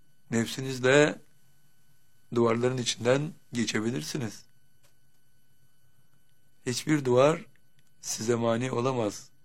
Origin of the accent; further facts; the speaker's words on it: Bursa, Turkey; Bursa'nın Muradiye Mahallesi'nde biz bir evde çocukluğumu geçirdim.